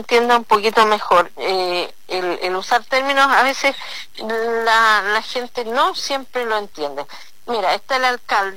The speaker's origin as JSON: {"language": "Spanish", "country": "Chile", "tie": "born there", "said": "Yo soy presidenta de la Junta de Vecinos de Yequito por primera vez, de un lugar maravilloso donde yo nací"}